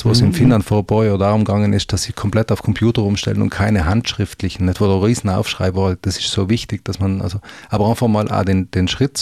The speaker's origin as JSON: {"language": "German", "region": "Trentino-Alto Adige", "country": "Italy"}